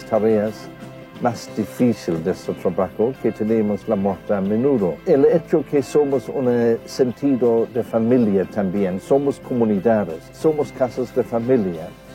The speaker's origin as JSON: {"language": "Spanish", "country": "Ireland", "tie": "born or raised there", "second_language": "Spanish", "moved": "as an adult", "lives_now": "Argentina", "said": "Yo nací en el año 1950 y yo soy de una familia grande de 9 hijos. El ritmo de Irlanda de aquel tiempo fue bastante tranquilo."}